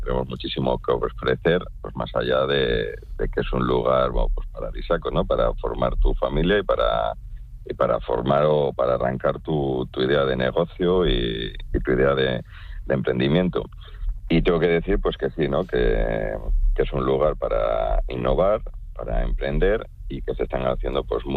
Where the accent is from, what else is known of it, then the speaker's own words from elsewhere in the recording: Langre, Cantabria, Spain; yo soy de Langre, pues tú ahora desde un pueblo en remoto puedes hacer los cursos más avanzados que te propongas